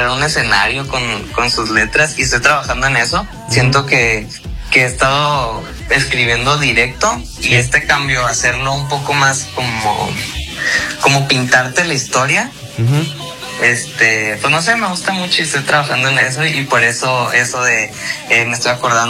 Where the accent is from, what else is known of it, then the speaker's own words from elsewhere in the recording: Culiacán, Sinaloa, Mexico; soy de Culiacán